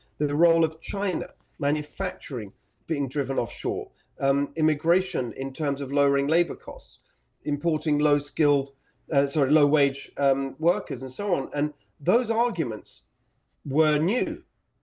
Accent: England, United Kingdom; born there; And when I was a kid, I was born in England. My parents are Hungarian. My stepfather's Hungarian.

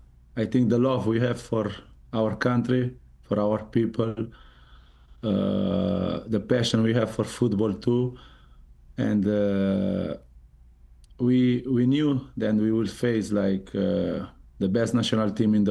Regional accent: Cape Verde; we used to say we are from Cape Verde, but or Cabo Verde

